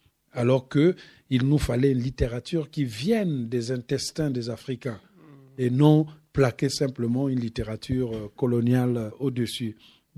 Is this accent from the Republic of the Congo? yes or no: yes; Republic of the Congo; French is a second language; now in Paris, France; quand je dors, je rêve dans une des langues congolaises. Et quand je me réveille, je dis, je me suis réveillé en français.